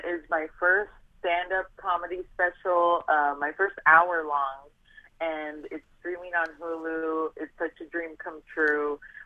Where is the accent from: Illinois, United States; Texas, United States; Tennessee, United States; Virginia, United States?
Texas, United States; Laredo; there's a lot of stories about me growing up in Laredo, Texas, border town kid.